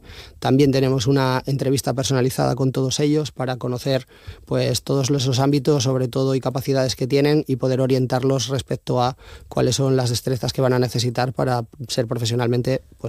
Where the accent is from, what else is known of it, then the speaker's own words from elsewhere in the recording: Asturias, Spain; Hasta el 97% de nosotros somos asturianos, no solo el equipo docente, sino también todo el equipo administrativo que está alrededor.